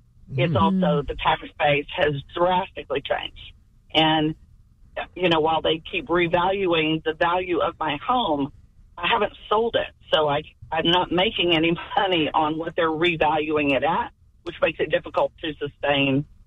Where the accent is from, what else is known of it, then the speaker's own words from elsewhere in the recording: College Station, Texas, United States; now in Houston, United States; Hey, I'm from College Station. I'm always from College Station, but I do live with y'all now.